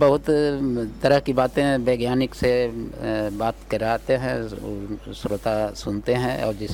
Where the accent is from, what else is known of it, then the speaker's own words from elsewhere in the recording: Palamu district, Jharkhand, India; ग्राम जोरकट के निवासी हूं।